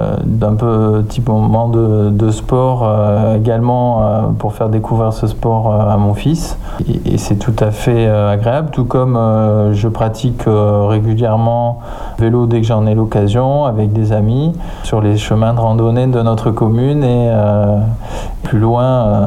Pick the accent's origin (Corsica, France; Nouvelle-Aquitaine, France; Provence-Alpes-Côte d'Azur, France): Nouvelle-Aquitaine, France; je suis originaire de Dordogne et donc j'ai beaucoup de famille sur l'agglomération périgourdine et en Dordogne